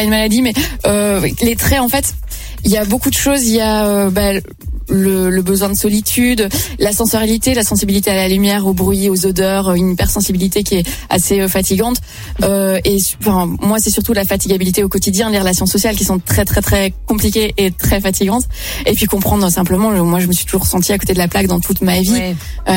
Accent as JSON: {"language": "French", "country": "Belgium", "said": "Mais j'adore le public du Nord, puis comme moi, je viens de Belgique, c'est un peu les cousins, quoi."}